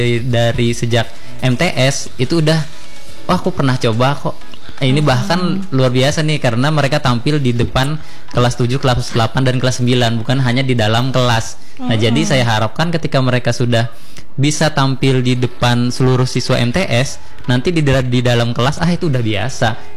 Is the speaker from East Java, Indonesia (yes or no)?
no; Palangkaraya, Central Kalimantan, Indonesia; Iya, lahir dan besar di Kota Palangkaraya.